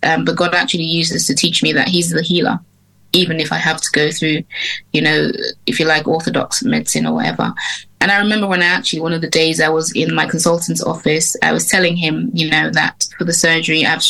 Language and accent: English; United Kingdom; born there; So I'm what I like to call Britgerian, because I'm British Nigerian. I was born in the UK, but of Nigerian heritage.